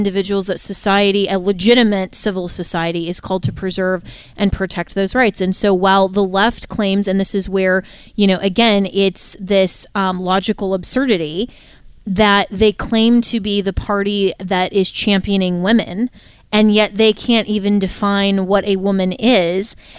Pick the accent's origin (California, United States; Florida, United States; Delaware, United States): Florida, United States; And I'd love for you to come to my home state of Florida. We should do one here.